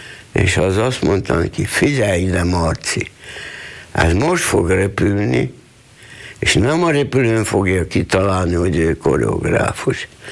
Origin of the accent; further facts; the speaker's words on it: Hungary; now in Australia; Frau Lurz azt mondta, én csehszlovák vagyok. Ha mondtam, egy maradna tévedés, én magyar vagyok.